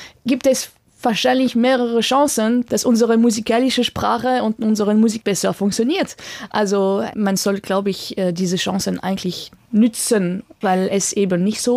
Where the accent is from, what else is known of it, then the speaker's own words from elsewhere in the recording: France; also born or lived in Vienna, Austria / Germany; now in Austria; lebe in Österreich. Also meine musikalische Sprache ist wirklich Deutschromantik geprägt, obwohl ich Französin bin.